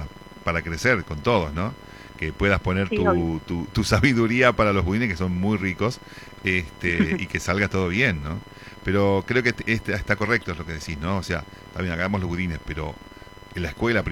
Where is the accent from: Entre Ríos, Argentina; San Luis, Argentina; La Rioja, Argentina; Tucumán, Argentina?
Tucumán, Argentina; yo nací en Tucumán